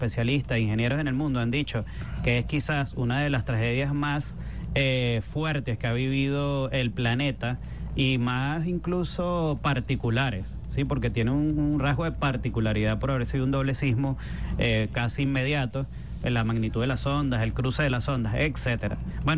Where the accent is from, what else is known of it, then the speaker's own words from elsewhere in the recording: Venezuela; como venezolana, que probablemente estemos en una situación de desbordamiento de los espacios.